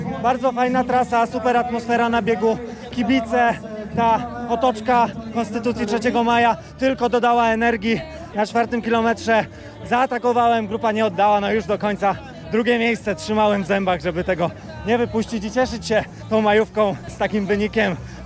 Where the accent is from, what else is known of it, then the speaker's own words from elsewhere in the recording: Kraków, Lesser Poland, Poland; jestem z Krakowa, reprezentuję klub Glu Running.